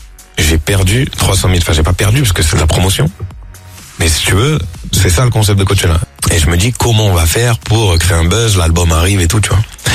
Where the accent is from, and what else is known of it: Marseille, Provence-Alpes-Côte d'Azur, France